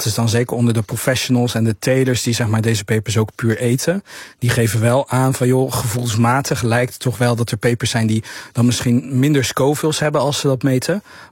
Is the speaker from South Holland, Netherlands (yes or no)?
yes; Rotterdam, South Holland, Netherlands; Even iets Rotterdams, wat ik als Rotterdammer heb meegenomen.